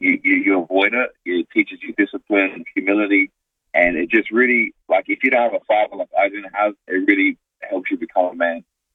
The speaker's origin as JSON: {"language": "English", "town": "Adelaide", "region": "South Australia", "country": "Australia", "tie": "born or raised there", "also_born_or_lived": "Two Wells / Taperoo", "moved": "as an adult", "lives_now": "Auckland, New Zealand", "said": "I grew up in North Haven and also Two Wells. Originally, when we first came to Adelaide, I was in Taparu. And then we moved in with my grandparents in North Haven. So that was sort of my area."}